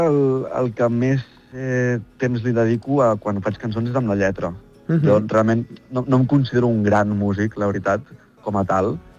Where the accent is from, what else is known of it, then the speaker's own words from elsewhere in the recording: Terrassa, Catalonia, Spain; born there; moved away as an adult; now in Lleida, Spain; sóc nascut a Terrassa, ara tinc 28 anys, i m'he mudat a Lleida fa un any i mig.